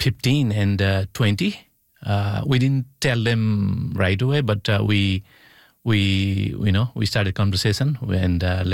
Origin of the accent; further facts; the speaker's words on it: Nepal; now in Canada; As a Nepalese Canadian, I'm Canadian too.